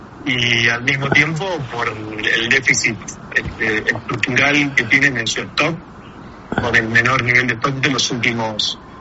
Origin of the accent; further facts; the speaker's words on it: Argentina; otros países como Argentina que estamos en proceso